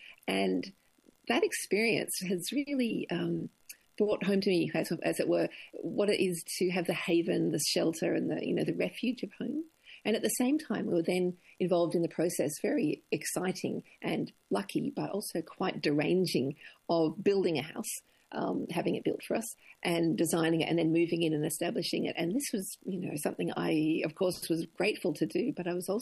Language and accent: English; Melbourne, Victoria, Australia; moved away as an adult; now in New South Wales, Australia; I was raised in Australia in a very kind of Englishy, intellectual, in a city kind of way.